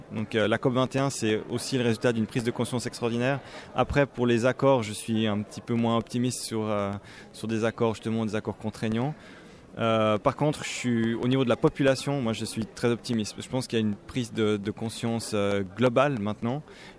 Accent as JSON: {"language": "French", "country": "Switzerland", "said": "comme je suis suisse"}